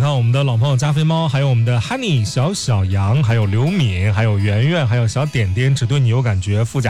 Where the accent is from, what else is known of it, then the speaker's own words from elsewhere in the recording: Henan, China; 咱们的河南话